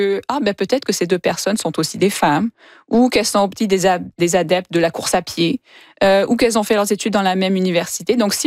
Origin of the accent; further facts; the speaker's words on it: Quebec, Canada; Si je suis ici à Montréal, je vais dire que je suis peut-être du Sud-Ouest. Si je me promène en Ontario, ben, je vais affirmer que je suis québécoise.